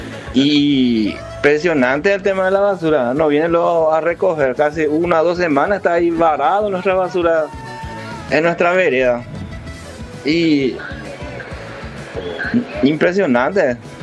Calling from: Villa Elisa, Central, Paraguay; Estoy llamando de la ciudad de Villa Elisa

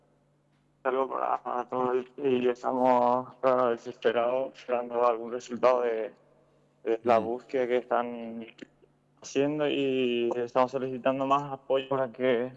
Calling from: Spain; No, yo vivo en España

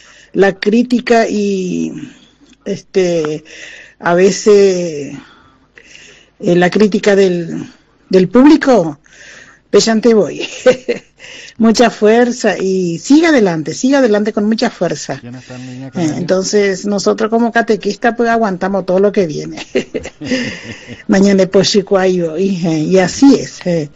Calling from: Paraguay; Porque ya tengo como paraguayo, el idioma español, guaraní

